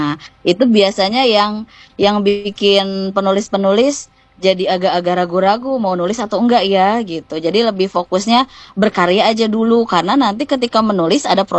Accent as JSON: {"language": "Indonesian", "town": "Bandung", "region": "West Java", "country": "Indonesia", "moved": "yes", "lives_now": "Karawang, Indonesia", "said": "di Karawang. Tapi saya asli Bandung."}